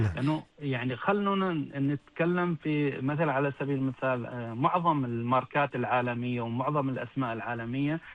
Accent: Oman

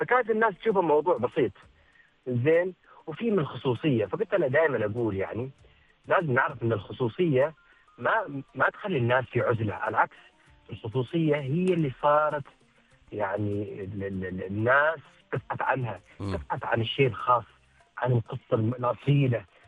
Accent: Sur, Ash Sharqiyah South, Oman; لكن أنا بحكم أني أنا أساسا من ولاية صور، فاخترت أن أصور هذا الفيلم وهذه السفرة في مدينتي يعني.

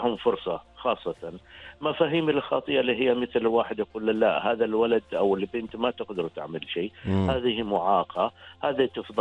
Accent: Oman; عندنا في سلطنة عمان

